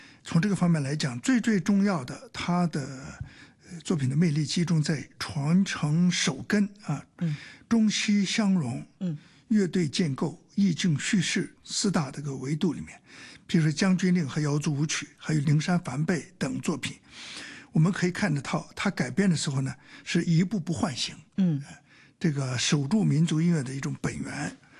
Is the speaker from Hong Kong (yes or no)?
yes; Hong Kong; 但我们香港人喜欢这么说交响化，